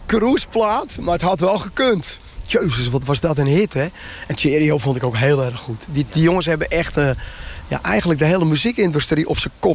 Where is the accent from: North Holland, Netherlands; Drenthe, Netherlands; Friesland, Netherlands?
North Holland, Netherlands; Westzaan; born there; staan tussen de rietkragen in het prachtige Westzaan. Noord-Hollandse Westzaan. Ja, een beetje op mijn geboortegrond.